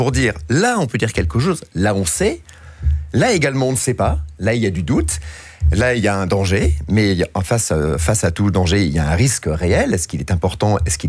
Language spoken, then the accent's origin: French; Biarritz, Nouvelle-Aquitaine, France; born there